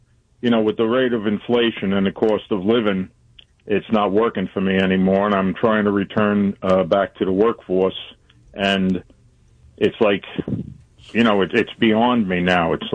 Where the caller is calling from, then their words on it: Long Island, New York, United States; Long Island, New York.